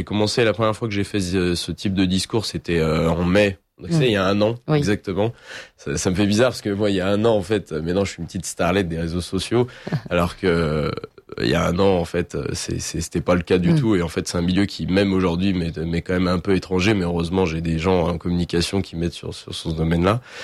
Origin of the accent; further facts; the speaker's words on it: France; now in Poland; je vis en Pologne les trois quarts de l'année, parce que je ne peux pas vivre sans revenir en France quand même souvent.